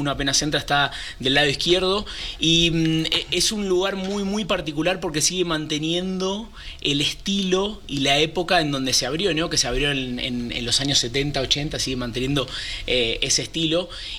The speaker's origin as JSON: {"language": "Spanish", "region": "Buenos Aires", "country": "Argentina", "said": "Soy argentino de Buenos Aires, tengo 33 años."}